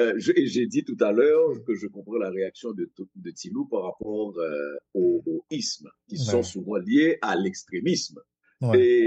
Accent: Montreal, Quebec, Canada; je suis un Montréalais, je ne suis pas Québécois, je ne suis pas Canadien, je suis un Montréalais.

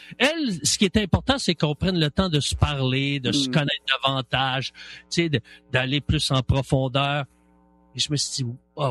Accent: Laval, Quebec, Canada; Moi, je savais pas, je viens de Laval.

